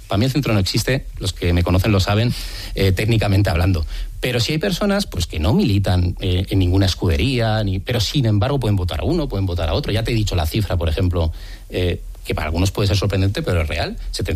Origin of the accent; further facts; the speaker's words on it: San Sebastián, Basque Country, Spain; now in Madrid, Spain; yo cuando llegué de Donosti a Madrid, hoy Madrid DF